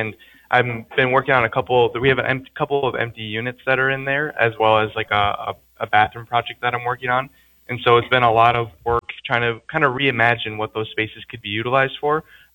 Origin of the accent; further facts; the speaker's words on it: Minnesota, United States; moved away as an adult; now in Kildare, United States; I'm originally from Minnesota.